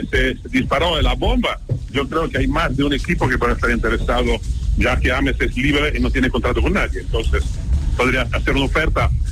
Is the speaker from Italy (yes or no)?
yes; Rimini, Emilia-Romagna, Italy; Yo soy de Rimini, de las costas adriáticas.